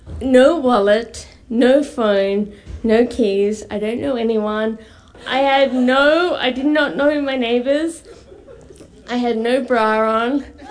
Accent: Australia; moved away; I'm Australian

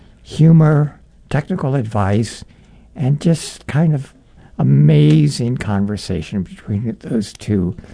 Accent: United States; being an American male of a certain age

